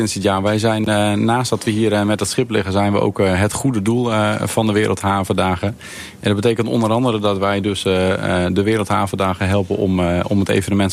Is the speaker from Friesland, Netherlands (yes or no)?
yes; Friesland, Netherlands